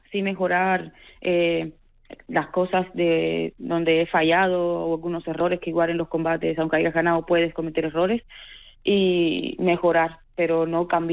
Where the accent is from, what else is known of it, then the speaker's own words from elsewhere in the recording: Cuba; now in Spain; ¿Te cuento desde que me fui de Cuba o directamente desde el aeropuerto?